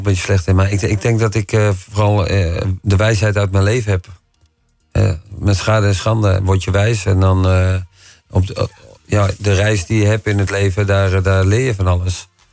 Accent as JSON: {"language": "Dutch", "town": "Lelystad", "region": "Flevoland", "country": "Netherlands", "tie": "born or raised there", "also_born_or_lived": "Stadskanaal / Amsterdam", "said": "En ik ben opgegroeid in Lelystad. Een stukje Amsterdam. Maar ik ben gewoon geboren in Stadskanaal. Ik ben eigenlijk gewoon een jongen uit het noorden. Ik kom niet van het kamp."}